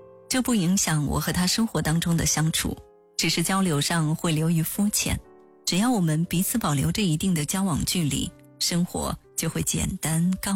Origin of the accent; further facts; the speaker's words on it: Sichuan, China; 我来自四川一个地级市，他来自重庆。